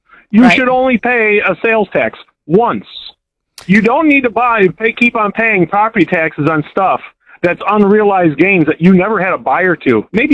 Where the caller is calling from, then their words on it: Yorkville, Illinois, United States; I live in Kendall County.